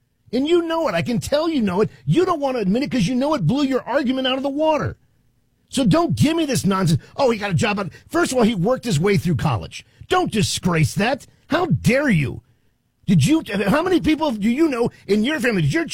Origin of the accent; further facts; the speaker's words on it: Washington, District of Columbia, United States; moved away as an adult; I grew up and worked in Washington, D.C. until I was 35 years old.